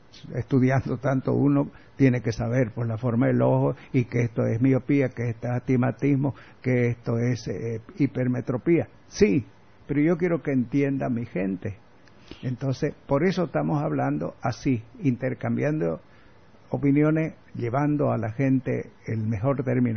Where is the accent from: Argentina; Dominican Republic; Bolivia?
Bolivia; Santa Cruz; accent: camba; Bueno, soy camba, pues, por último.